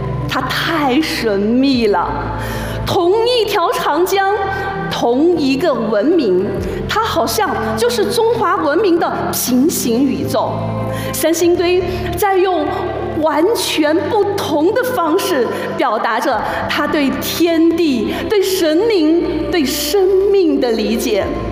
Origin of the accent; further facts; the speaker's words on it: Guanghan, Sichuan, China; 我是土生土长的广汉人，三星堆就在我家门口。